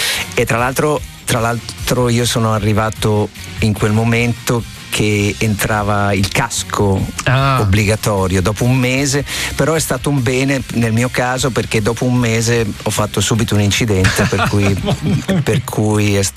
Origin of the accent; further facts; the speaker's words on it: Bologna, Emilia-Romagna, Italy; a Bologna, da dove vengo io